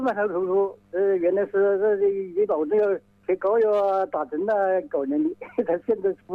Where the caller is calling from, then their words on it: Qianjiang, Hubei, China; 潜江北市的。